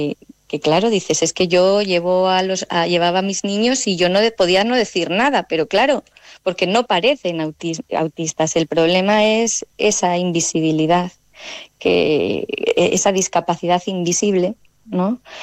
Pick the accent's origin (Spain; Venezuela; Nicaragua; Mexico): Spain; Oviedo, Asturias; Lo que pasa que yo soy de Oviedo. Mm. Llevo aquí desde el 2018 por circunstancias personales.